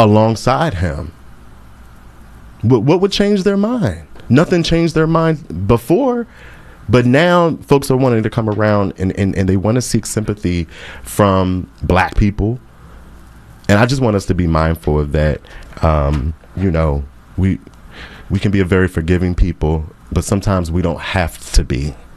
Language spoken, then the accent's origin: English; Maryland, United States; Maryland, my home state.